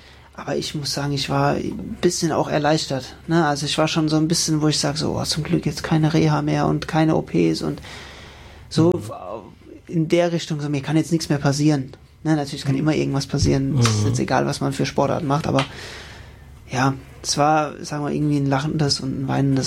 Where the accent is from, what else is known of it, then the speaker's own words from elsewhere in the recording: Rhineland-Palatinate, Germany; moved away as an adult; now in Mannheim, Germany; wir sind ja aus der Umgebung, von daher ist es für uns sehr theoretisch Heimat, auch wenn wir Pfälzer sind, aber klar, nicht weit weg. Ich bin auch stolzer Pfälzer.